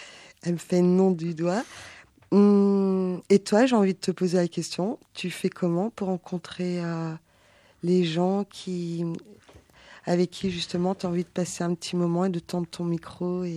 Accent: Colmar, Grand Est, France; Quand j'étais, enfant, à la maison, chez mes parents. Je viens de Colmar.

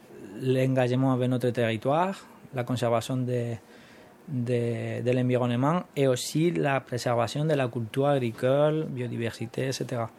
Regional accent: Mula, Region of Murcia, Spain; Voilà, je suis de Mula, Murcia, en Espagne.

